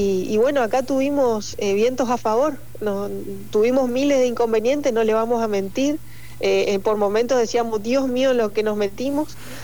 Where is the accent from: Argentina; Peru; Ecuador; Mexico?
Argentina; para nosotros como argentinos es algo a lo que por ahí no estamos muy acostumbrados